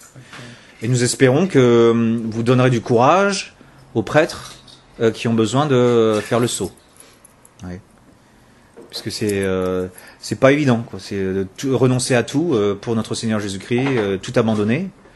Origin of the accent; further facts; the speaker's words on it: France; Oh, je suis français.